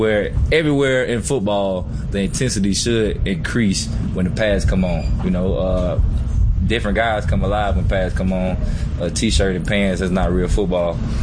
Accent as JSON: {"language": "English", "region": "Mississippi", "country": "United States", "said": "Cause I mean, I'm from Mississippi. I don't have trouble anymore, but I've had trouble before with guys not understanding some of the things that I say."}